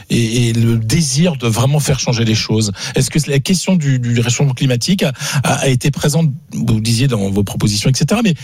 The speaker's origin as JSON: {"language": "French", "region": "Hauts-de-France", "country": "France", "said": "Voilà, moi je suis du Pas-de-Calais, vraiment la Somme, c'est vraiment pas loin."}